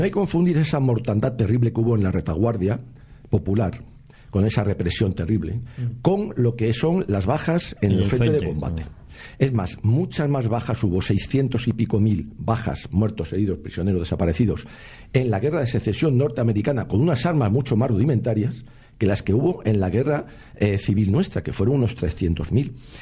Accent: Spain; somos españoles

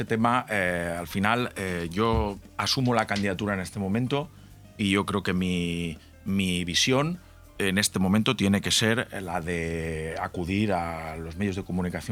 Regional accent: Benidorm, Valencian Community, Spain

